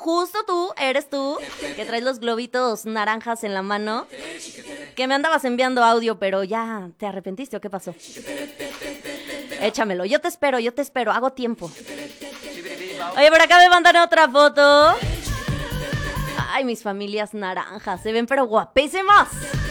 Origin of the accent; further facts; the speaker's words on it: San Luis Potosí, Mexico; ¡Qué buenos seres humanos somos los potosinos!